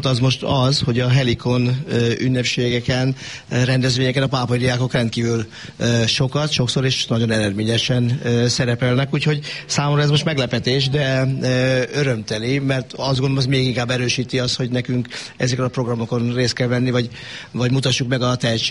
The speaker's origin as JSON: {"language": "Hungarian", "town": "Pápa", "region": "Veszprém County", "country": "Hungary", "said": "mert nem csak mi pápaiak vagyunk itt"}